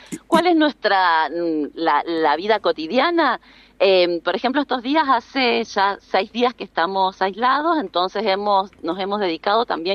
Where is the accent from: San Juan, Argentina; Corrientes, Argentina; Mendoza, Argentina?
Mendoza, Argentina